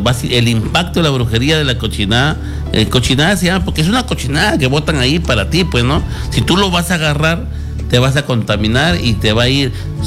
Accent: Catacaos, Piura, Peru; Yo soy de Catacaos, Piura, yo soy de Catacaos.

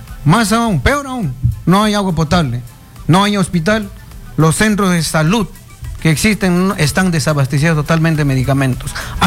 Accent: Peru

